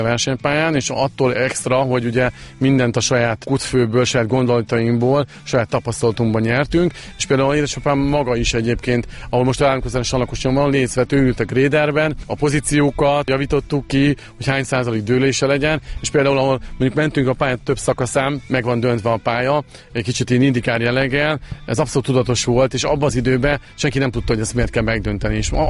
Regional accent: Nyíregyháza, Szabolcs-Szatmár-Bereg, Hungary; Nyíregyháziként ugye ott nem volt jelen nagyon az a sport

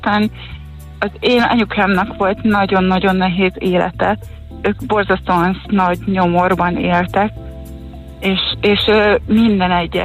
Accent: Kecskemét, Bács-Kiskun, Hungary; Én Kecskeméten születtem, és itt is nőttem fel. A nevelkedésem az, hát én egy cigány soron születtem.

